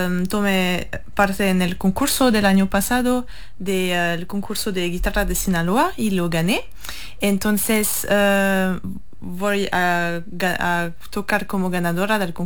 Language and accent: Spanish; Strasbourg, Grand Est, France; Spanish is a second language; now in Germany; es mi ciudad de donde vengo